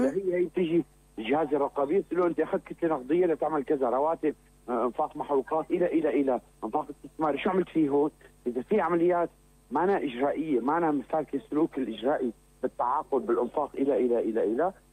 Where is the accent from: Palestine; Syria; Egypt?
Syria; انا كسوري